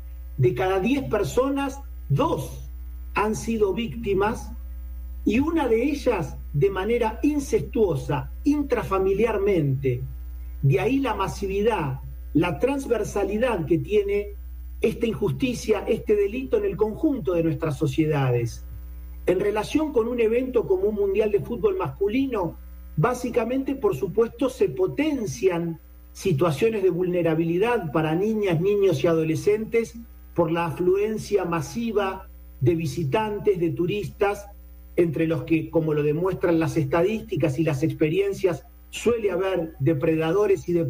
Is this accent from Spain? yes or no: no; Argentina; somos de la República Argentina, tenemos la alegría de estar ahora aquí en México